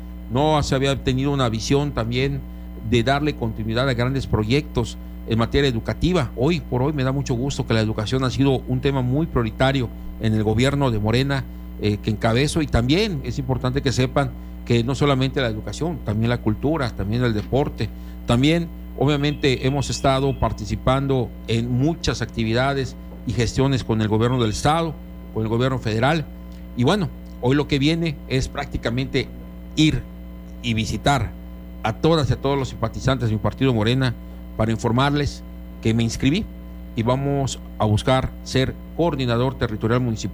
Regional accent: Cozumel, Quintana Roo, Mexico; Yo nací en Cozumel, estudié mi kinder en Rosauro Zapata, estudié mi primaria en la Adelfo Escalante, mi secundaria en la Andrés Quintana Roo, mi preparatoria en el Colegio de Bachilleres, me tocó estudiar en la Universidad de Quintana Roo

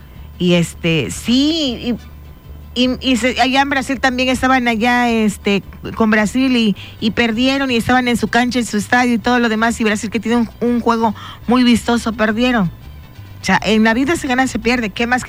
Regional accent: Mexico; como mexicana, mexicanos que somos

